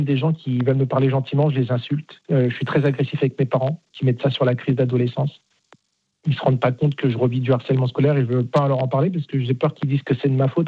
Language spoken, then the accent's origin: French; Nanterre, Île-de-France, France; also born or lived in Rueil-Malmaison; Donc, de base, moi, j'étais de Nanterre, j'étais dans une cité. Donc, je suis arrivé à Rueil-Malmaison. C'est pas du tout le même milieu et le même contexte.